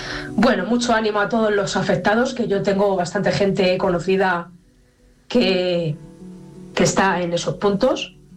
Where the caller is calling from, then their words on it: Fuenlabrada, Community of Madrid, Spain; de Fuenla.